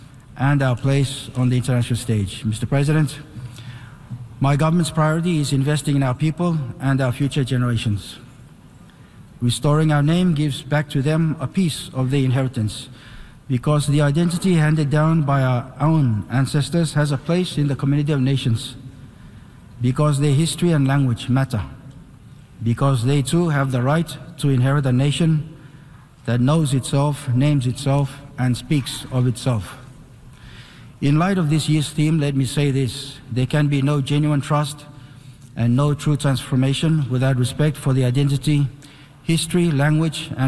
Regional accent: Nauru; Nga de Nauru. That means I am from Nauru, and so is every

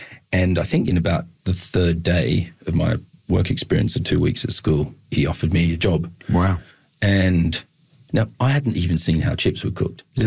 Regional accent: Williamtown, New South Wales, Australia; So I grew up there in Williamtown, quite rural area, and probably typical of most Australian families

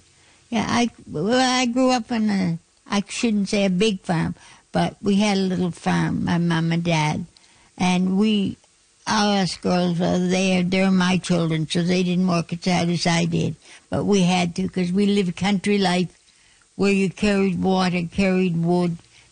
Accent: Lake Pleasant, Nova Scotia, Canada; also born or lived in Springfield, Nova Scotia; I was born in Springfield, Nova Scotia, but lived in a little country home in Lake Pleasant, right off Springfield. And since then, I've been moving around here, there, and everywhere, but I'm a happy person.

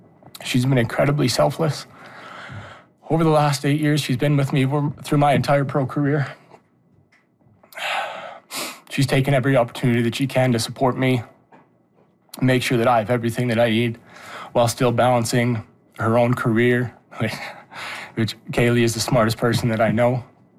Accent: Saskatchewan, Canada; born there; this is our home, right? We're from Saskatchewan. This is where we're born. This is where we live.

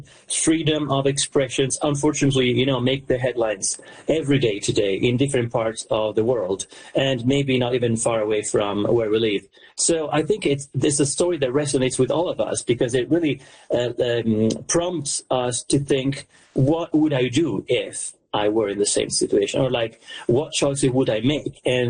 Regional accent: Lucca, Tuscany, Italy; Yes, Puccini was born in my hometown, or actually, I was born in his city.

